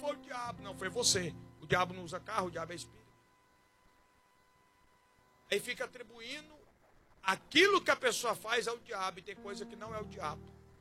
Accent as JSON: {"language": "Portuguese", "region": "Goiás", "country": "Brazil", "said": "Eu sou do Goiás, é doido."}